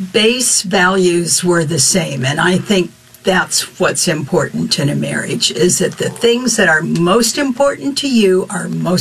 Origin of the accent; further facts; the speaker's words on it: Dallas, Texas, United States; born there; I was born here in Dallas